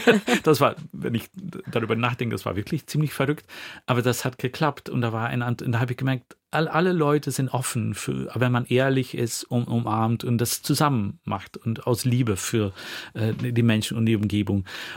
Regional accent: Flanders, Belgium; moved away; wo ich aufgewachsen bin in Flandern damals

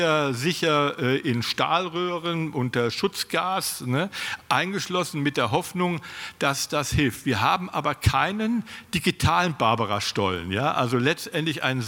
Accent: Berlin, Germany; meiner Heimatstadt Berlin

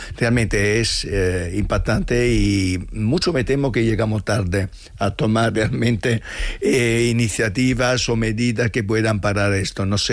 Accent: Apulia, Italy; Mira, yo acabo de volver de mi tierra. Yo soy de la Puglia, del Tacón de la Bota, entre dos mares, Adriático y Jónico.

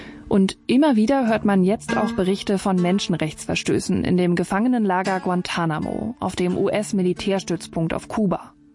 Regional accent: Berlin, Germany; Terror. In meiner Heimatstadt Berlin.

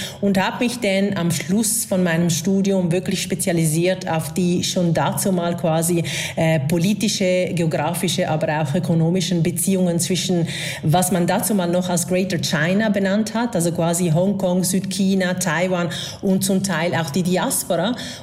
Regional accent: Venice, Veneto, Italy; moved away

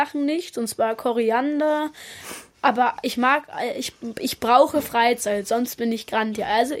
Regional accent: Munich, Bavaria, Germany; Ich komme aus München.

